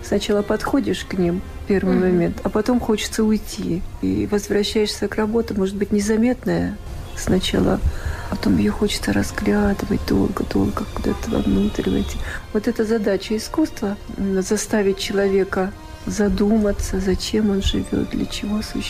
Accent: Tajikistan; То есть вот я поскольку родилась в Таджикистане, жила, я знаю хорошо этот материал, эту одежду, быт, кухню.

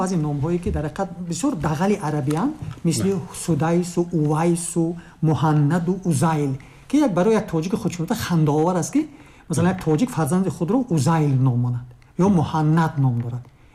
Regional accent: Tajikistan; ما تاجیکیم، تاجیکیم به این معنا که ملت خاصیم، زبان خاص داریم، نام و نسب خاص داریم

